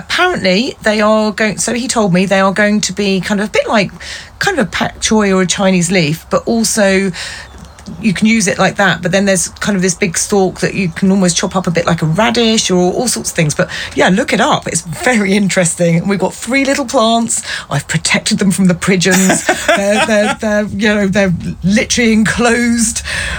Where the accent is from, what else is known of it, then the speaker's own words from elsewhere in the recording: England, United Kingdom; But, yeah, everyone loves being English and talking about the weather, and these change of seasons make the challenges of growing everything even more interesting.